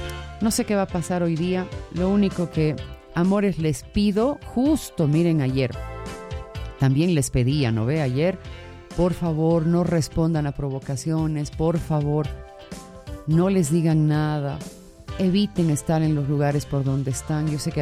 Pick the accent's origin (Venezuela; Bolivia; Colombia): Bolivia; tengamos la oportunidad de sanar como hermanos bolivianos que somos.